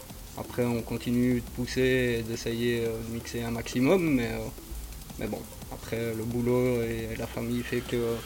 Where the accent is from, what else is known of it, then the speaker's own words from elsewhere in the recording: Wallonia, Belgium; Alors moi je viens de la région des barrages de l'Oder, ouais, à côté de Walcourt et Philippeville.